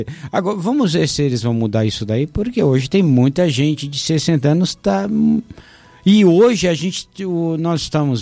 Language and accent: Portuguese; Santa Luzia do Norte, Alagoas, Brazil; sou de Santa Luzia do Norte, em Alagoas.